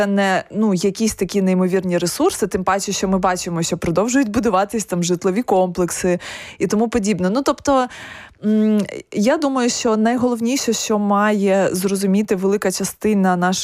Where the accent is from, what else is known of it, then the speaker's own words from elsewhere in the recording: Kyiv, Ukraine; в моєму рідному Києві